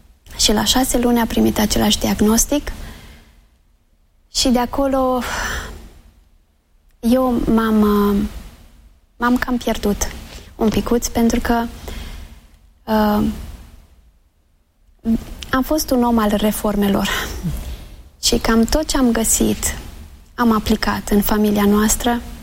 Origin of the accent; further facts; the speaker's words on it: Bukovina, Romania; also born or lived in Spain; Noi suntem bucovineni, amândoi.